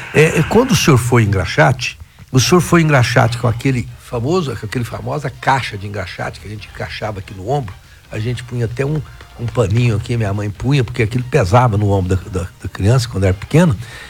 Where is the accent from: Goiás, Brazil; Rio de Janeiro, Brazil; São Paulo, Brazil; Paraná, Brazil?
Goiás, Brazil; Rio Verde; Ficava lá na pracinha, na pracinha de Rio Verde, lá na pracinha Gonzaga Jaime, engraxando sapato.